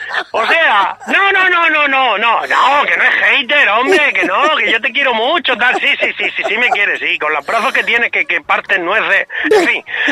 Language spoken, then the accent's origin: Spanish; Spain; Digo yo eso siendo español de España con pedigrí